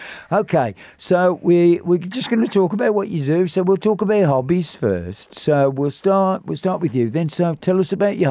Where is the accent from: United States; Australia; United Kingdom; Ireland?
United Kingdom; Oldbury, West Midlands; Because I come from Albury and Langley's a long way from me.